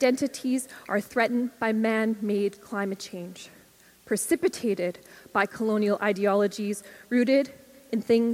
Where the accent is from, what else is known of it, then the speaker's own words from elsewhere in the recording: Alberta, Canada; I come from this territory. I come from a place called Treaty 8 in northern Alberta, where in Canada, Indigenous people represent about 4% of the population, or 1.4 million people. My people are known as the Athabasca Chipewyan First Nation, which is a colonial name.